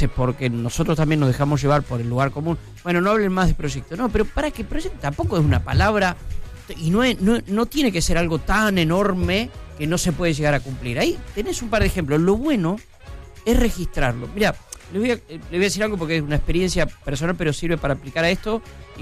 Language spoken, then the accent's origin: Spanish; Puan, Buenos Aires Province, Argentina; Yo el sábado estaba viajando muy temprano para mi pueblo, para Puan, ¿no?